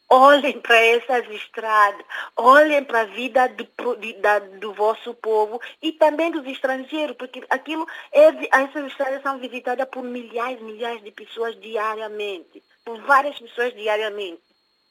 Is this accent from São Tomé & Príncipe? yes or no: yes; São Tomé & Príncipe; Eu sou da zona norte de Santo Tomé e presenciei muita coisa na estrada, até que dá medo.